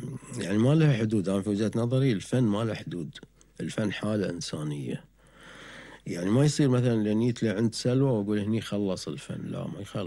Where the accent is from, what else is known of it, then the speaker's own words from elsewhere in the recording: Qatar; بس عندنا تختلف شوية عن البحرين في اللكنة. يعني مثلا احنا عندنا لهجتنا تقريبا معتدلة نوعا ما